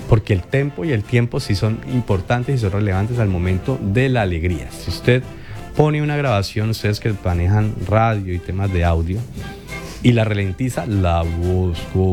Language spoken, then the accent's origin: Spanish; Huila, Colombia; la identidad cultural como huilenses.